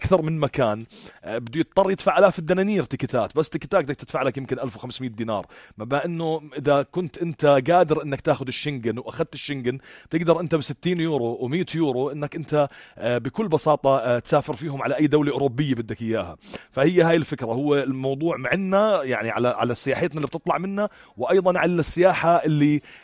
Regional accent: Jordan

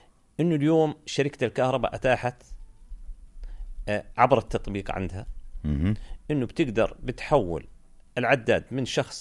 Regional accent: Jordan

